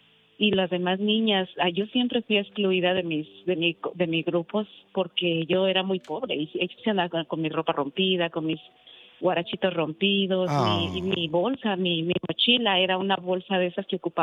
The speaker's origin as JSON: {"language": "Spanish", "region": "Durango", "country": "Mexico", "said": "Sí, Diva, y una vez yo regresé a Durango hace 10 años, fui a Durango, a mi tierra, y los pocos que lograban verme no creían que era yo"}